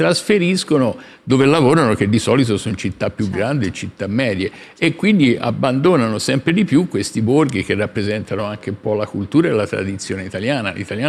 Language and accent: Italian; Livorno, Tuscany, Italy; io vengo da una città che non è poi piccolissima, sono di Livorno